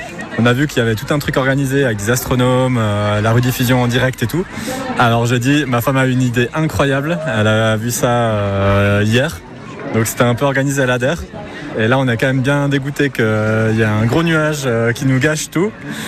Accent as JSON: {"language": "French", "region": "Neuchâtel", "country": "Switzerland", "said": "Et là, on rentre chez nous en Suisse, à Neuchâtel."}